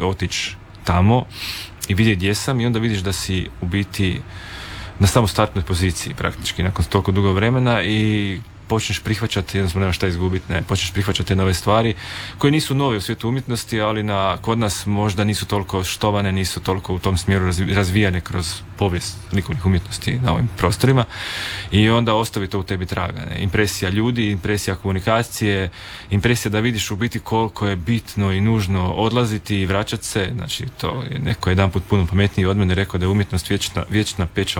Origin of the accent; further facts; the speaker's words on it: Slavonia, Croatia; now in Istria, Croatia; iako sam ja Slavonac u biti, ja živim u Istri